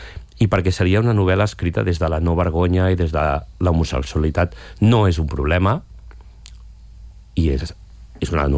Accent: Sant Pau de Segúries, Catalonia, Spain; un homenatge al poble d'on soc, de Sant Pau de Segúries

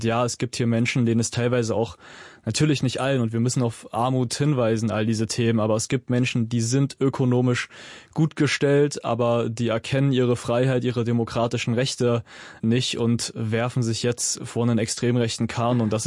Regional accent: East Germany, Germany

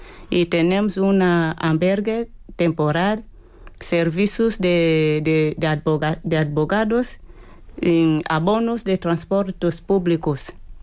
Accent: Cabinda, Angola; Yo vengo de Angola. Mi ciudad se llama Cabinda.

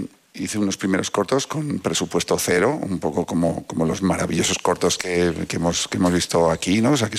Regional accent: Navarre, Spain; Además de director de cine, soy navarro

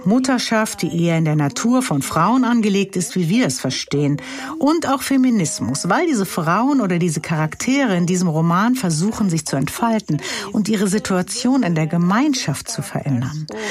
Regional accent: Northern, Sudan; born there; first language Arabic; German is a second language; Ich bin im Norden Sudans geboren und meine Schule war komplett auf Arabisch. Arabisch ist meine erste Sprache

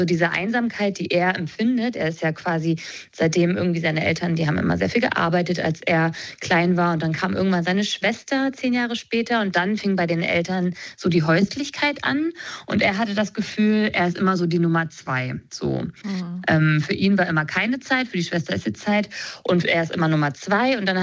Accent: Lusatia, Germany; Also ich komme ja aus der Lausitz und Michelles Welt ist mir eher vertraut.

